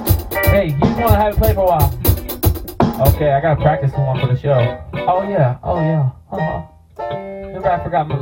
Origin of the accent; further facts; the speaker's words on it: New York City, New York, United States; I'm from Brooklyn